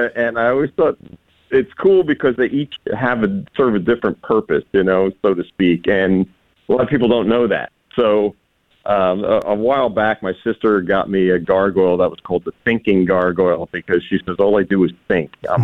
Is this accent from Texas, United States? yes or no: no; New Jersey, United States; moved away; I moved back to my home state of New Jersey, which is known as the Garden State.